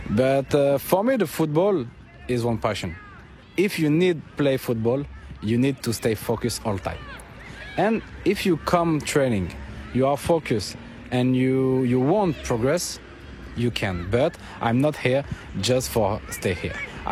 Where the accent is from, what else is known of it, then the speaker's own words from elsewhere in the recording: France; English is a second language; now in Australia; Yes, it's very different because I come from France. It's very, very different because it's not the same culture.